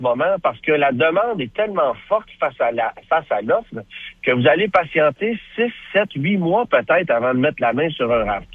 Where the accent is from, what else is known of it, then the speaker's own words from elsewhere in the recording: Quebec, Canada; chez nous au Québec